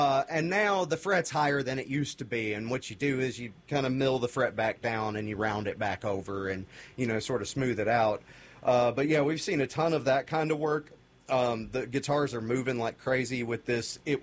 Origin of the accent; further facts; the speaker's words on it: Kentucky, United States; I'm a kid of the 90s and the 2000s. You know, I grew up in that era. And when I was a kid growing up in Western Kentucky